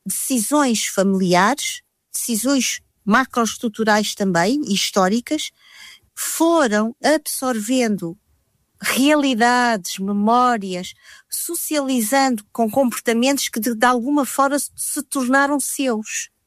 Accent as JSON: {"language": "Portuguese", "country": "Portugal", "said": "Nós somos portugueses, tão portugueses como estas pessoas."}